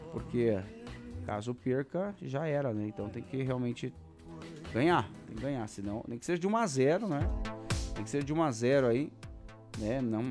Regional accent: Brazil; nós, como brasileiros

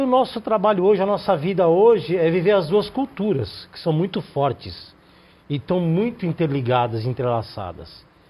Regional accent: Brazil; born there; por mais que eu nasci no Brasil, graças a Deus, também tenho um amor muito grande pelo nosso país, mas eu sou luso-descendente, não tem como fugir disso. E amo Portugal de todas as formas.

